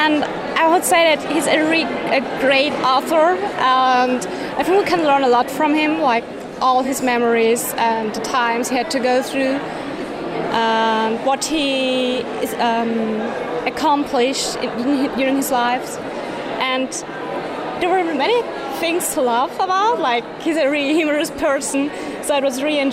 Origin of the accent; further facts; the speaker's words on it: Kenya; now in Vienna, Austria; she represents us as Kenyans, and that really makes us very proud as Kenyans.